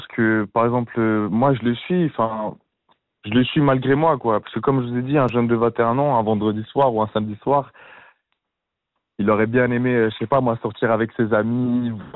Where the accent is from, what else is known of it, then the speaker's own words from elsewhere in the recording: Kosovo; Du Kosovo.